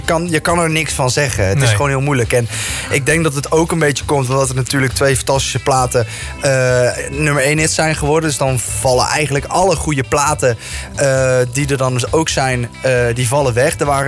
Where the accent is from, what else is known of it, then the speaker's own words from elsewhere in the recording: North Brabant, Netherlands; als echte Brabander is het wel op mijn lijf geschreven